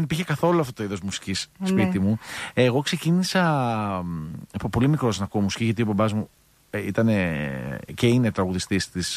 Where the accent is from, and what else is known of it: Athens, Attica, Greece; born or raised there